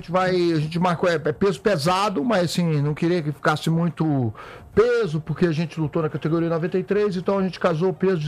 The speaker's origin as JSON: {"language": "Portuguese", "region": "Minas Gerais", "country": "Brazil", "moved": "yes", "lives_now": "United States", "said": "sou do interior de Minas"}